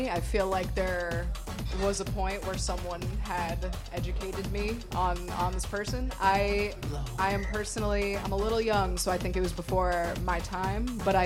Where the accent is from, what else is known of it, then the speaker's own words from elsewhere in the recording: New England, United States; born there; also born or lived in Rhode Island / Massachusetts; I've been back and forth between Rhode Island and Massachusetts for the duration of my life. So I have a hard time choosing a city that I'm based in, whether it's Boston or Providence, because to me it feels like both. They just feel like one. New England just feels like one pocket.